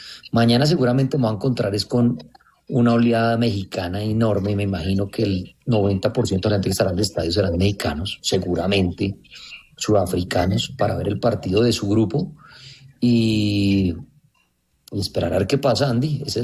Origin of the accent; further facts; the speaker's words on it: Colombia; no puedo tener ni siquiera este gorro, nada que me identifique como colombiano.